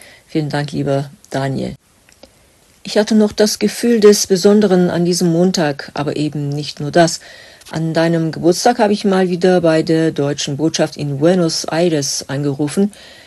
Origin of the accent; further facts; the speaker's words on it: Wuppertal, North Rhine-Westphalia, Germany; Wuppertal ist meine Heimatstadt in Deutschland. Schön. Darauf bin ich jetzt stolz.